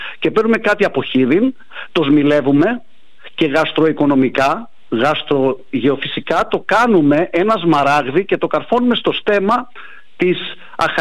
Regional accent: Greece

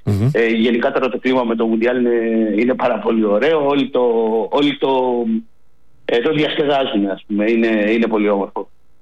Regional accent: Athens, Attica, Greece; moved away

